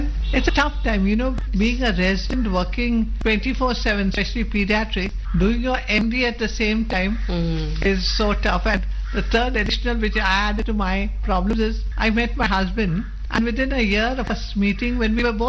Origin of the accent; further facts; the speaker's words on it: Karnataka, India; when I joined the hospitals and all, they were surprised that I could even speak English because I came from Karnataka.